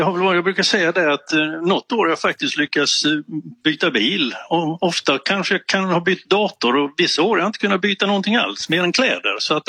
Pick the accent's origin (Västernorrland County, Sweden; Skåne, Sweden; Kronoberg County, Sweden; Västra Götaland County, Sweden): Kronoberg County, Sweden; Älmhult; moved away; jag växte upp i Älmhult